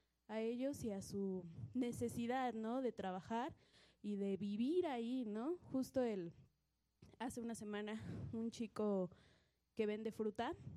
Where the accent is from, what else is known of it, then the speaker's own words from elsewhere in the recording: Mexico City, Mexico; nosotros somos ahí de Michuca